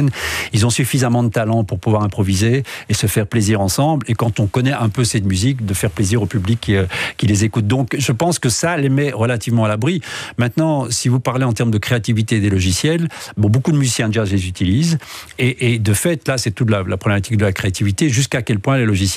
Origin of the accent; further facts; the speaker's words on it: Rome, Lazio, Italy; Voilà, je suis originaire en fait de Rome.